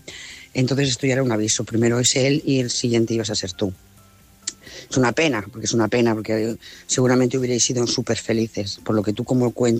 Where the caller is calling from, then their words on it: Lloret de Mar, Catalonia, Spain; Hola, buenas noches, corresponsales, audiencia … de Lloret de Mar.